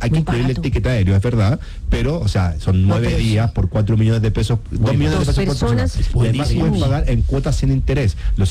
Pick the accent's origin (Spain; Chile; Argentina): Chile; now in Colombia; yo llegué a Colombia, la gente no viajaba a Brasil. Y decía, qué raro, yo soy chileno, nuestro principal destino es Brasil.